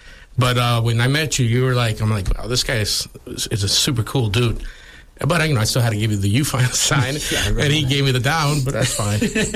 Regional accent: New York, United States; Because I'm from New York originally.

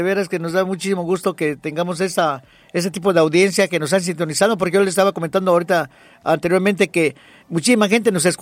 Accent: Mexico; como nosotros somos mexicanos, es un orgullo el ser mexicano.

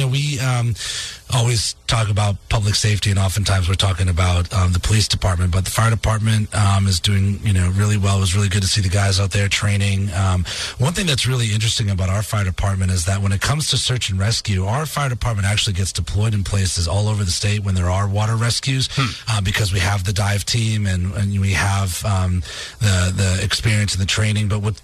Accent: Massachusetts, United States; I grew up in Northeast Massachusetts and grew up going to Maine.

